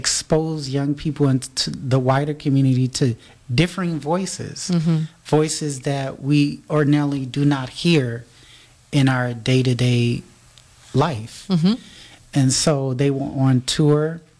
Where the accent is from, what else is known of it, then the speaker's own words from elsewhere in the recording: Chicago, Illinois, United States; now in Kalamazoo, United States; And so last year I had the opportunity to hear Spelman College Glee Club in Chicago, my hometown.